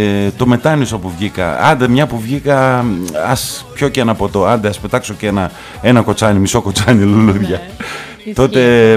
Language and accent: Greek; Koufalia, Giannitsa, Central Macedonia, Greece; born there; moved away; από την πατρίδα μου, από τα κουφάλια, από τα Γενιτσά, από το Παλιούρι